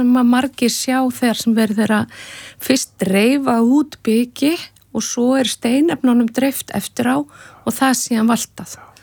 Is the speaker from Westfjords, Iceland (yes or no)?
no; Rif, Western Region, Iceland; Ég nú ekki alinn upp á Malbyggi, þannig að ég fætt og upp alinn á Rifi á Snæfsnesu